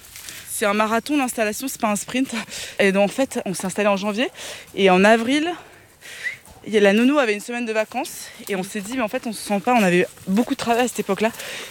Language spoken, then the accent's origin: French; Centre-Val de Loire, France; moved away; Moi, je viens du Loir-et-Cher.